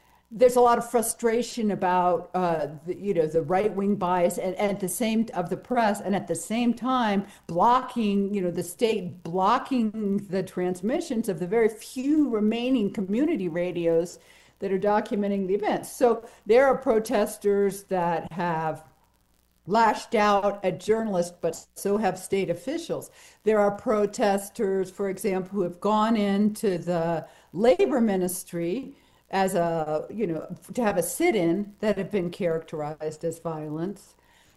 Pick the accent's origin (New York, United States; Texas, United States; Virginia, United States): Virginia, United States; Well, first, I'd like to share my solidarity because I am also from Virginia.